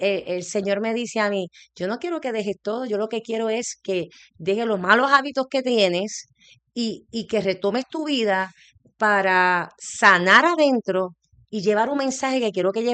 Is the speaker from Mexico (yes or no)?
no; Puerto Rico; moved away; also born or lived in Arizona; Y agradecida a Dios de estar en mi país hermoso después de 20 años en la diáspora en Arizona. Y ahorita pues estoy en Puerto Rico hace 2 años y ayudando a nuestro país.